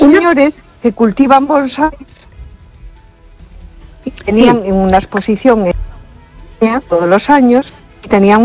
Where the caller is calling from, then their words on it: A Coruña, Galicia, Spain; Hola, buenas noches. … de Coruña.